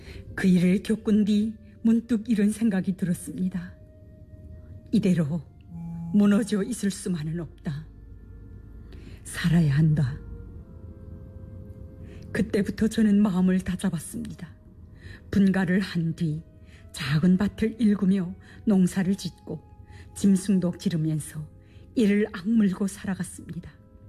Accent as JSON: {"language": "Korean", "town": "Kyongwon", "region": "North Hamgyong", "country": "North Korea", "tie": "born there", "moved": "as an adult", "said": "저는 함경북도 경원군에서 태어나 18살의 어머니를 잃었습니다. 이후 장사를 하며 가족의 생계를 책임지던 저는 돈을 벌어 가족들에게 조금이라도 보탬이 되고 싶다는 마음으로 두만강을 건너 중국으로 향했습니다."}